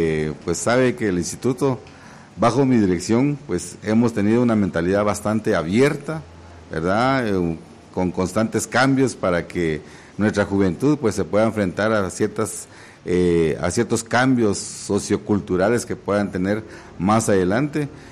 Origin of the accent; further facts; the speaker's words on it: San Cristóbal Verapaz, Alta Verapaz, Guatemala; Somos originarios de San Cristóbal